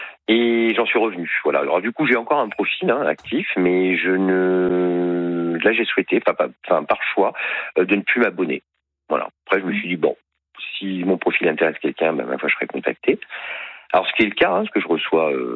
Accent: Paris, Île-de-France, France; now in Marseille, France

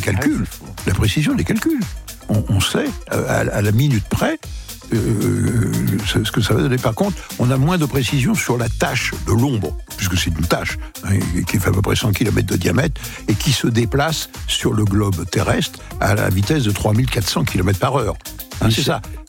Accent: Paris, Île-de-France, France; moi je parle pour Paris, en tant que Parisien

